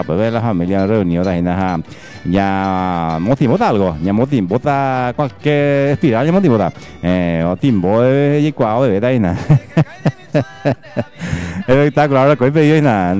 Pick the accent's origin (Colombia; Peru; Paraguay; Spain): Paraguay; como buen paraguayo que somos